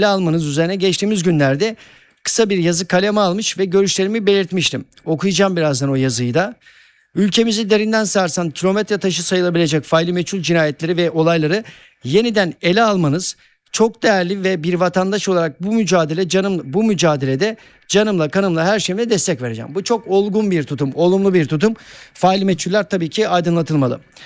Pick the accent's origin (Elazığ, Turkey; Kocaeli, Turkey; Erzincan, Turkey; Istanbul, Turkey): Erzincan, Turkey; Ben çocuktum, ben de Erzincanlıyım.